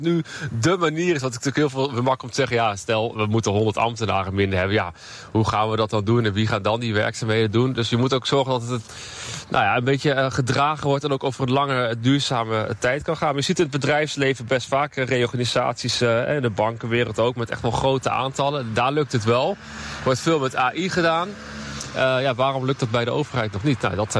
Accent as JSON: {"language": "Dutch", "town": "Zwolle", "region": "Overijssel", "country": "Netherlands", "said": "Dan kom ik uit Zwolle en ik voel me toch wel een beetje tot de regio verbonden."}